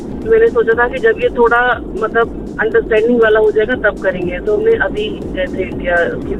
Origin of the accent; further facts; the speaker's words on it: Chandigarh, India; मेरी शादी पिंड में हुई है, मैं चंडीगढ़ से हूँ, सारा पिंड ऐसा देख रहा था कि परविंदर का भाई आया है